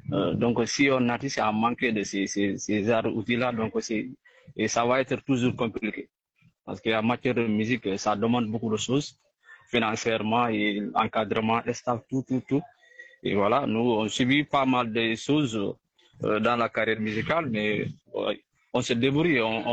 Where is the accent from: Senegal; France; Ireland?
Senegal; Ziguinchor; Parce que moi, je suis monsieur de Ziguinchor, comment dire, dans la commune d'Aliane. Je suis un villageois, quoi.